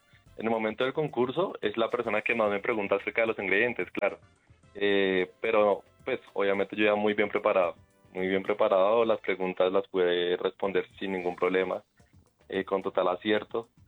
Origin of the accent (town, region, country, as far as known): Colombia